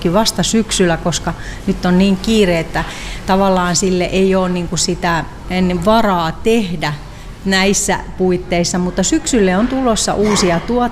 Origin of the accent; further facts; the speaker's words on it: Pirkanmaa, Finland; born there; moved away; sinne Pirkanmaalle, koska se on se mun kotipaikka ollut aiemmin